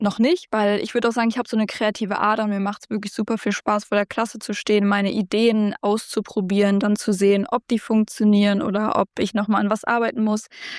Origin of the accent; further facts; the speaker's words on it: North Rhine-Westphalia, Germany; okay, ich bin hier im Ländlichen, wo ich aufgewachsen bin auch. Und jetzt ist es aber so, okay, vielleicht komme ich auch einfach ans andere Ende von Nordrhein-Westfalen